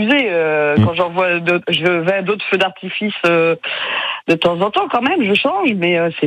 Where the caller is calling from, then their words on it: Les Sables-d'Olonne, Pays de la Loire, France; j'habite les Sables d'Olonne.